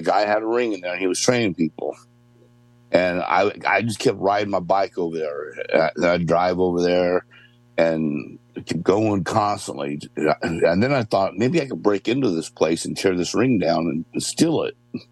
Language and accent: English; Martinsville, Indiana, United States; I grew up outside of Indianapolis in a small town. It's in Martinsville, Indiana.